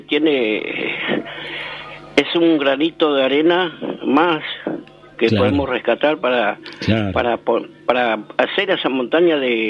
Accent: Argentina

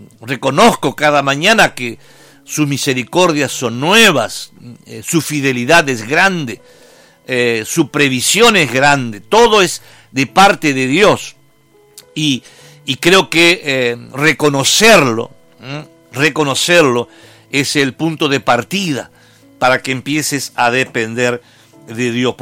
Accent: Argentina

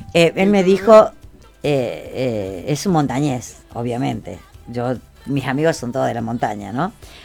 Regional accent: Tunuyán, Mendoza, Argentina; La Gisela de la dormida, que no es nada dormida, pero yo soy de Tunuyán.

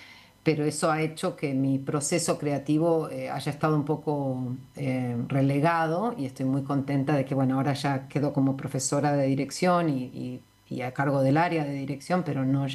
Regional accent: Rosario, Santa Fe, Argentina; also born or lived in Paraná, Entre Ríos, Argentina; yo nací en Paraná y crecí en Rosario, o sea, las dos orillas de ese río.

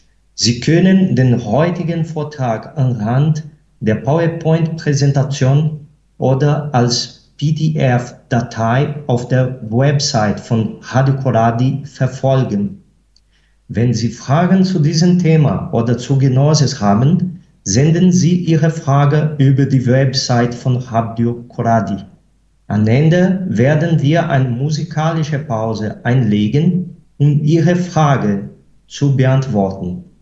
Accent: Brazil; ich bin Brasilianer.

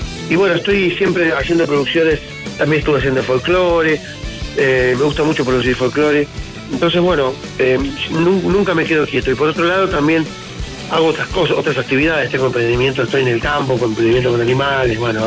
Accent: Florencio Varela, Buenos Aires Province, Argentina; born there; also born or lived in General Rodríguez; Yo viví en Florencio Varela desde los 10 años.

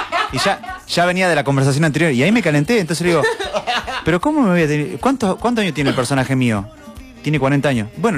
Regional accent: La Pampa, Argentina

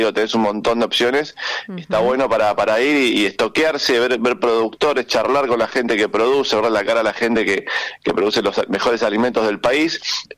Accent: San Carlos de Bariloche, Río Negro, Argentina

